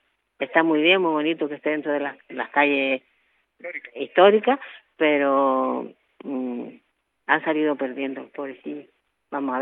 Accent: Las Palmas, Canary Islands, Spain; Ella procede de Tejeda, pero yo soy de Las Palmas.

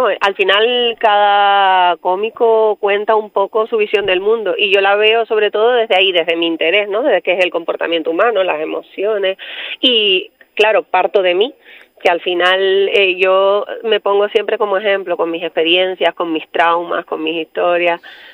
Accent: Arico, Canary Islands, Spain; de Arico, de Arico Viejo soy, de Tenerife.

